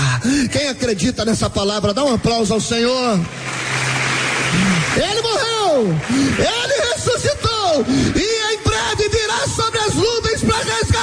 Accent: Nova Iguaçu, Rio de Janeiro, Brazil; Eu sou de Nova Iguaçu

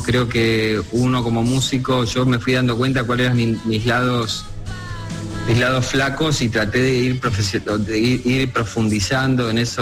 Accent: Rosario, Santa Fe, Argentina; also born or lived in Concordia; yo también me crié en otra ciudad que se llama Concordia, nací en Rosario, me crié también por cuestiones familiares entre Rosario y Concordia, que es una ciudad más pequeñita aún

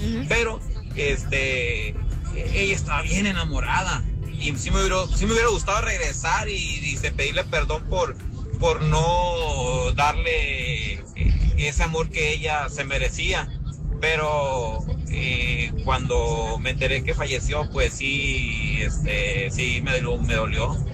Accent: Sinaloa, Mexico; moved away; cuando yo me vine de Sinaloa, nunca cortamos, nunca le dije que ya no fuéramos novios.

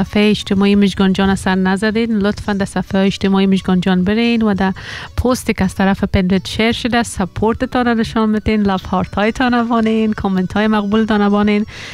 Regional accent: Afghanistan; ما کل ما افغان هستیم، ما کل ما سیم هریتیج داریم، یک مملکت داریم و یک دین اسلام داریم

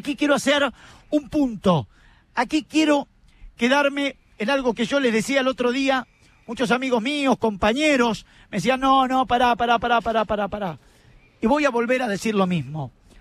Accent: Argentina; Por eso no quiero que nos quedemos como somos los argentinos con el exitismo puro.

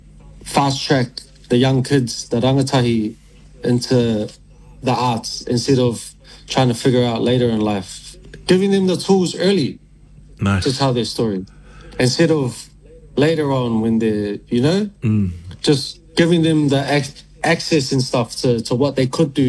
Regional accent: Grey Lynn, Auckland, New Zealand; So, born and raised in Grey Lynn. In my Niuean household, with my nana, my pop, my uncle, my other uncle, my mom, my dad, my cousin, my other cousin, the dog

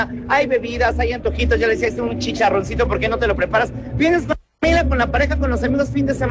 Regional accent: Mexico; traen obviamente consigo este atuendo que nos representa como mexicanos

